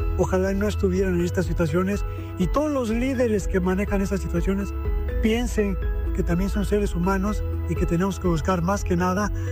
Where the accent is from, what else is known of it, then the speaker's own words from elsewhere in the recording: Mexico; yo quiero ser de los que tiene fe como ser humano y como mexicano principalmente